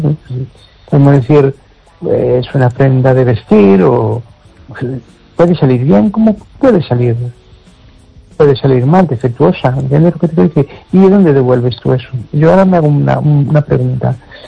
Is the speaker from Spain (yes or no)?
yes; Amoeiro, Galicia, Spain; de Un Pueblo de Amoeiro.